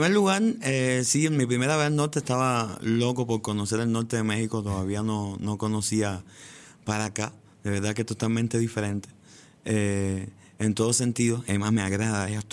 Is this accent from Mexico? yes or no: no; Guantánamo, Cuba; born there; moved away; como nací en el Caribe